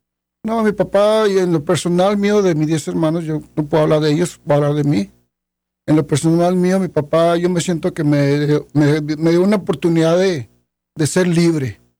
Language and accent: Spanish; Chihuahua, Mexico; moved away as an adult; Yo nací en Chihuahua, Chihuahua, México.